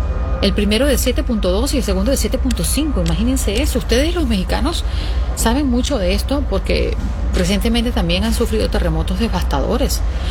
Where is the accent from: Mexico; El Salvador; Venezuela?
Venezuela